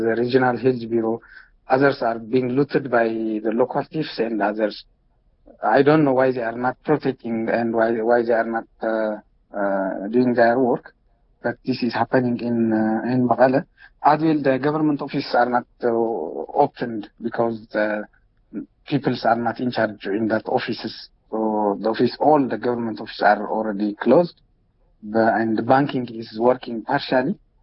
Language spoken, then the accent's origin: English; Mogadishu, Banaadir, Somalia; from Mogadishu.